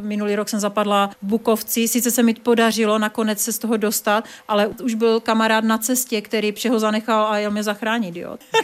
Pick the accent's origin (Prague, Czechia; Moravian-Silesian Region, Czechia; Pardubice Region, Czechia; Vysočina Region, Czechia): Moravian-Silesian Region, Czechia; Karviná; born there; Doma jsme mluvili česky tím, že jsme se narodili v Karviné, kde jsme až tak neslychali ten jazyk po našemu.